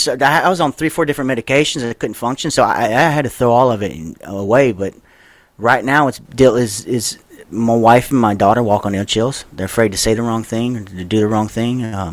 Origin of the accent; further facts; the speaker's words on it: Louisiana, United States; When I grew up down here in Louisiana, where I'm from, I grew up in trailers all my life.